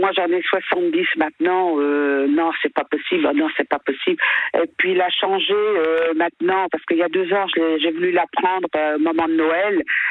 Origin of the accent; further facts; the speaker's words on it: Normandy, France; also born or lived in Île-de-France; Je travaillais en région parisienne et puis j'ai vendu, puis je suis revenue en Normandie puisque je suis normande.